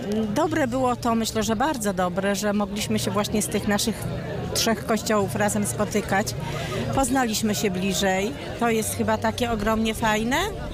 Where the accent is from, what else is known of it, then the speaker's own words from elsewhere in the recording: Oleśnica, Lower Silesian Voivodeship, Poland; also born or lived in Wrocław; now in Borowa, Poland; Pochodzę z Oleśnicy, mieszkałam we Wrocławiu. A na stałe teraz już znalazłam swoje miejsce z rodziną właśnie w takiej małej miejscowości Borowa. Borowa Oleśnicka